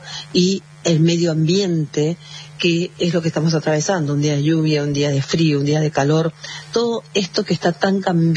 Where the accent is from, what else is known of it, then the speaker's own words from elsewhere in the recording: Bella Vista, Corrientes, Argentina; now in Buenos Aires, Argentina; Yo estoy en Bellavista, Corrientes, ocasionalmente, pero trabajo en Buenos Aires, obvio.